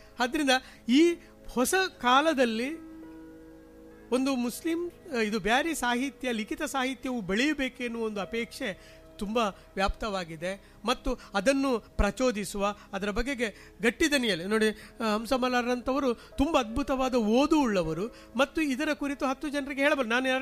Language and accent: Kannada; Kumbla, Kerala, India; ಇಲ್ಲೇ ಕಾರಿಕಾಡಿ ಅಂತ ಇದೆ ನನ್ನ ಊರದು, ಕುಂಬಳೆ ಹತ್ರ ಆರಿಕಾಡಿ ಅಂತ ಆಲಿ ಚಾಮುಂಡಿ ದೈವ ಇದೆ.